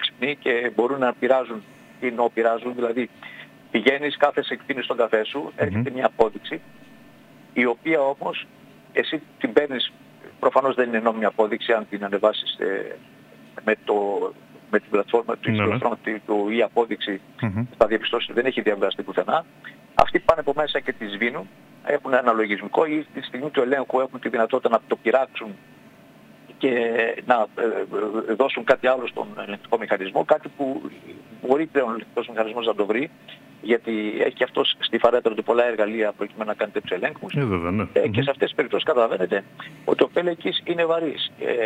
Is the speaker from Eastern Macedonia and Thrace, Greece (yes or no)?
no; Spetses, Attica, Greece; Και εγώ νησιώτης είμαι, εγώ κατάγομαι από τις Πέτσες.